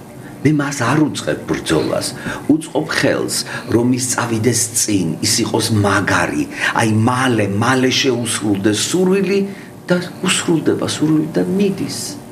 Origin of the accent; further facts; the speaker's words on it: Chiatura, Imereti, Georgia; moved away; მე გავიზარდე და დავიბადე ჭიათურაში.